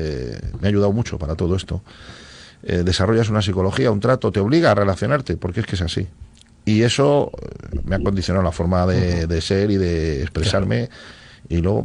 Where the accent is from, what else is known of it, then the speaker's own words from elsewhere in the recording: Valladolid, Castile and León, Spain; born there; Y luego ya vine para acá, para Valladolid, y ya me crié, estuve viviendo en La Rondilla unos años, y luego me fui a La Victoria.